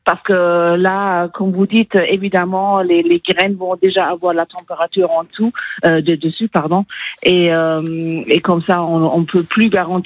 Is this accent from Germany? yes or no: yes; Germany; French is a second language; now in Limeux, France; moi, ça s'entend peut-être un tout petit peu, je ne suis pas originaire berrichonne. À peine. Je viens de l'Allemagne.